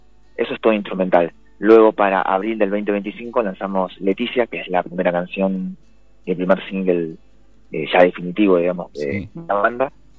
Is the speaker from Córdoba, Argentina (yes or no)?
no; Neuquén, Argentina; De acá, de Neuquén Capital.